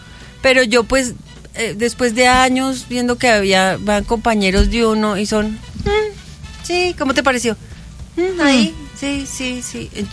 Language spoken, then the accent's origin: Spanish; Panama; Entonces, no, pues me toca que me devuelvan porque yo soy de Panamá.